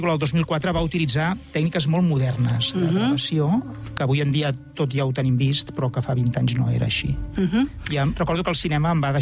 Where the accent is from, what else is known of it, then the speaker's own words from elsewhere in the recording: Catalonia, Spain; first language Catalan; voldria ser un català normal sense haver d'estar cada dia defensant la meva llengua, que està qüestionada